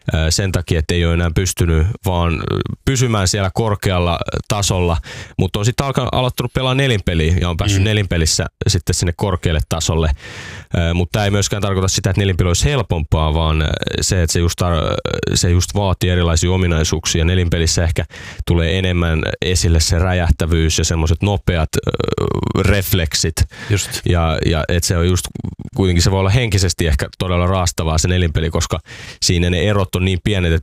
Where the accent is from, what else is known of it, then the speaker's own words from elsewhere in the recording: Porvoo, Uusimaa, Finland; mä tuun Porvoosta niin kaikki on Helsingissä